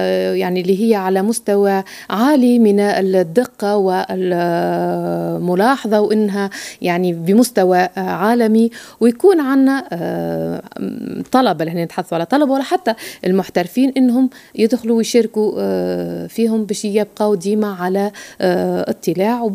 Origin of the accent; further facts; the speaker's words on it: Tunisia; احنا في تونس